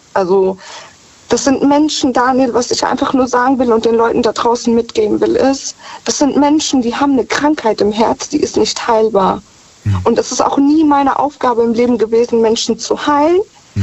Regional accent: Germany; born there; Und ich bin aber in Deutschland geboren. Ich bin ja Südländerin.

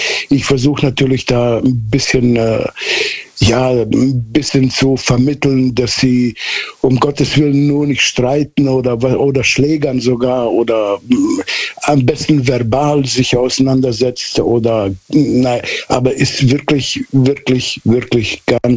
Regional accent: Southern Germany, Germany; also ich bin quasi auf dem Dorf aufgewachsen in Süddeutschland.

